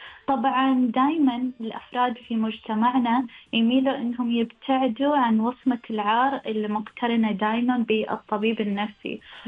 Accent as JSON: {"language": "Arabic", "country": "Oman", "said": "وإحنا كمجتمع عماني"}